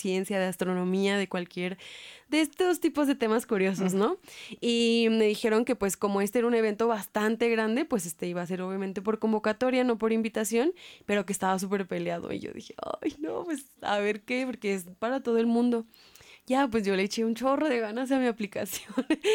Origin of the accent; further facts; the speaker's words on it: Zacatecas, Mexico; moved away as an adult; Zacatecas, creo que es por ser mi hogar, mi tierra